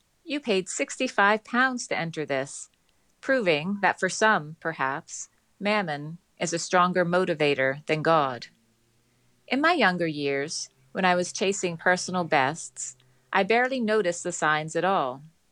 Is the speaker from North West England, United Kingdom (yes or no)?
no; Belfast, Northern Ireland, United Kingdom; This will be my 7th Belfast Marathon. It is my hometown race, on roads I could follow without needing any signs at all.